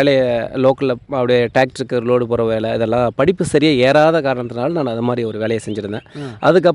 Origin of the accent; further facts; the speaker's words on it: Salem district, Tamil Nadu, India; moved away as an adult; now in Tiruppur, India; Sir Salem மாவட்டம் காடியம்பட்டி தாலுக்கா கேமோரூர் கிராமம் sir.